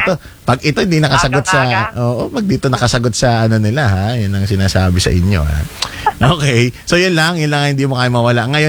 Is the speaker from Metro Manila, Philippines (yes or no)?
no; Lopez, Quezon, Philippines; Alam mo ba sa amin din sa Quezon